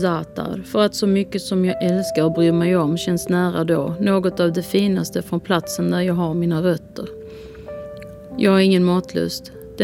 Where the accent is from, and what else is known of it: Palestine